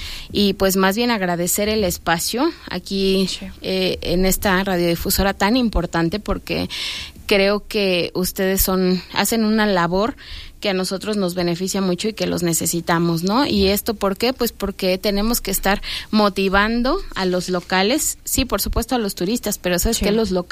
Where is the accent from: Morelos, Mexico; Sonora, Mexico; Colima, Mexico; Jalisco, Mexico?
Morelos, Mexico; Tres Marías